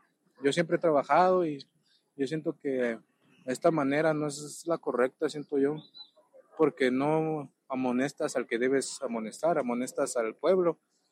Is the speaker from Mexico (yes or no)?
yes; Jalisco, Mexico; now in Oaxaca, Mexico; Yo vengo de Jalisco.